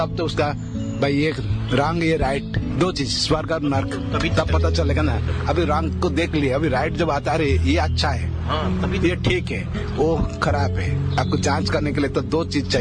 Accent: Odisha, India; हम ओडिशा से आए

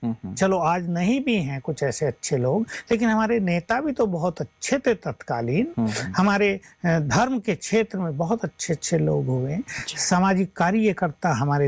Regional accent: Uttar Pradesh, India; हम तो यूपी से हैं, वहां की लठमार भाषा और इनकी मधुर भाषा में कितना अंतर है।

